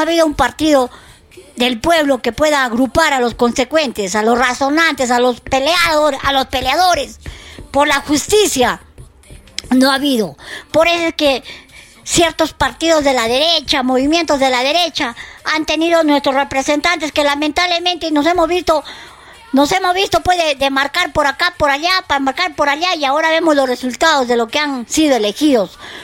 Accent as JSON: {"language": "Spanish", "region": "Arequipa", "country": "Peru"}